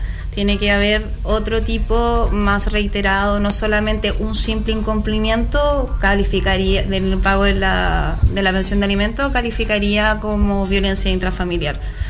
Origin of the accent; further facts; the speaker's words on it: Concepción, Biobío, Chile; moved away as an adult; now in Los Ángeles, Chile; yo soy oriunda de Concepción. Hace poco asumí el bonito desafío que ha sido estar en la Corporación de Asistencia Judicial acá en Los Ángeles.